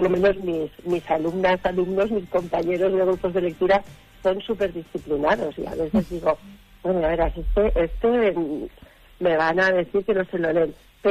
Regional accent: Conchel, Aragon, Spain

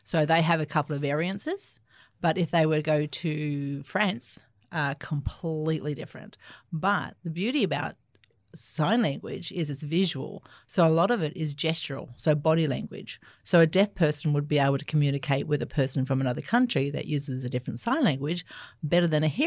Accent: Australia; first language Auslan; English is a second language; So my first language is Auslan, and my mother had 7 children. And we all use sign language fluently. We learnt English sort of through our aunties and more so when we went to school.

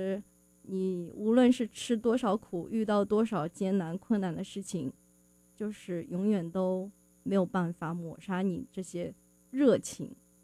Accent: Shanghai, China; 然后就是因为我成长在中国，爸妈呢也是比较严厉的人

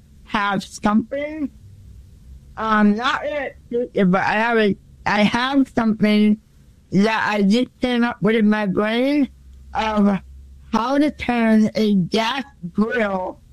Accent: New England, United States; I'm from New England.

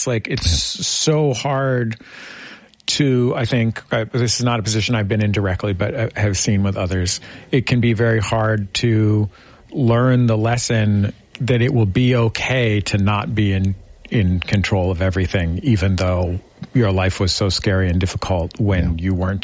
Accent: San Francisco, California, United States; But I grew up in San Francisco, and I knew more people that died of HIV than I knew died of COVID

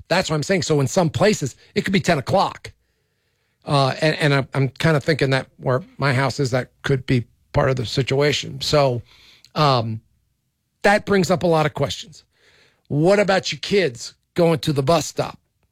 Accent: New York, United States; JJ, I'm from New York. Back, you know, it's different now though, but I don't remember it. Monday Night Football, when I was growing up, it came on at 9 o'clock in New York.

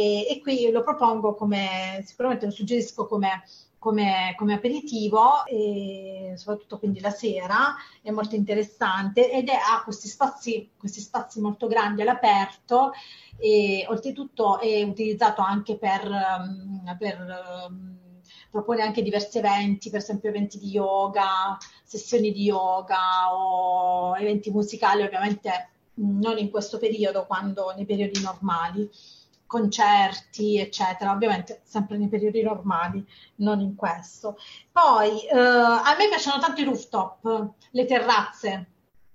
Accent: Apulia, Italy; accent: Apulian; Poi un posto per mangiare i panzerotti, perché io sono pugliese, come appunto si può sentire

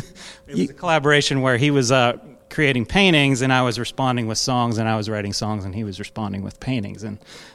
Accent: Pennsylvania, United States; I grew up in Greene County, Pennsylvania, which is the southwesternmost county in Pennsylvania, and so it's not too far from West Virginia.

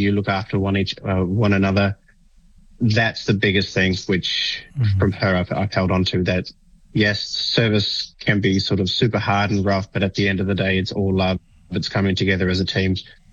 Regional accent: Australia; born there; So I was born in Australia. My mum's from the Cook Islands. My dad's from Europe, raised in the Cook Islands.

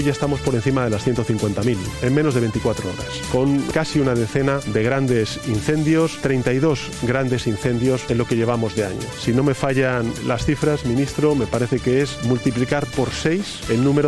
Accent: Spain

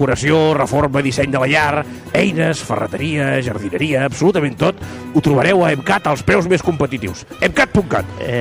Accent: Catalonia, Spain; com que soc català, que vull regatejar

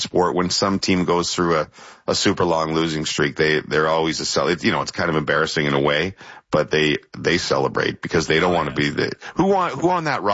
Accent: Ottawa, Ontario, Canada; I'm from Ottawa. It's a superstitious city.

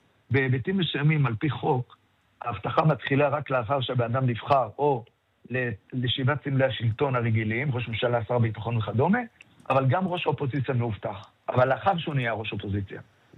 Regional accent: Tel Aviv, Tel Aviv District, Israel; גם כילד בדרום תל אביב וגם המשפחה שלו, שנים הצביעו לליכוד.

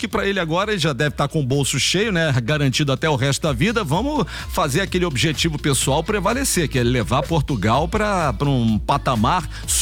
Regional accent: Brazil; somos brasileiros

